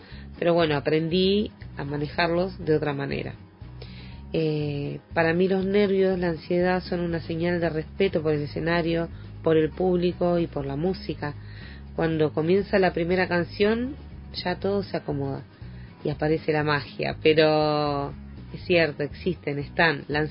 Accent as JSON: {"language": "Spanish", "town": "La Plata", "region": "Buenos Aires Province", "country": "Argentina", "tie": "born there", "also_born_or_lived": "Neuquén", "moved": "yes", "lives_now": "Centenario, Argentina", "said": "Nací en la ciudad de La Plata, provincia de Buenos Aires, pero hace muchos años elegí Neuquén como mi lugar en el mundo. Hoy vivo en Centenario, donde formé mi familia"}